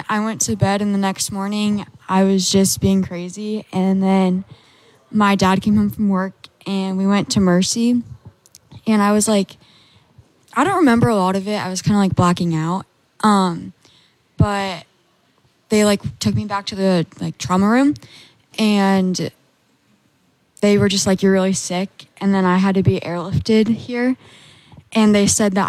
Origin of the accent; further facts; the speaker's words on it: Marengo, Iowa, United States